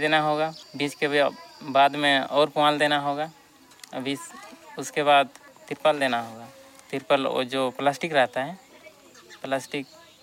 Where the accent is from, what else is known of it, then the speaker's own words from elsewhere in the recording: Chini Sidma, Jharkhand, India; मेरा गांव का नाम चीनी सिद्मा, पंचायत छोटा आजाना, जिला सरेकला खरसान।